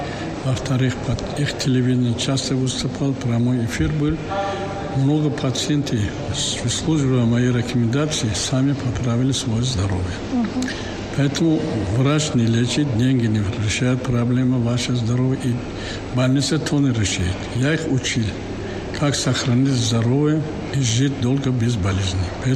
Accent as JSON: {"language": "Russian", "country": "Tajikistan", "said": "таджик с Таджикистана"}